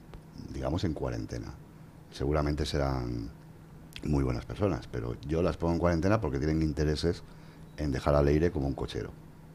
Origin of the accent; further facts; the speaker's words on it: Benidorm, Valencian Community, Spain; en Benidorm, en un reservado, en una taberna al lado del puerto de mi pueblo